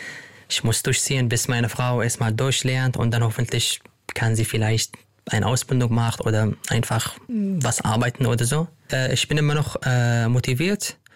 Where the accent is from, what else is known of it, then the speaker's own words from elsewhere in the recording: Syria; German is a second language; now in Germany; dass ich mich als Syrer beweise, dass ich sage, okay, ich bin der schnellste Syrer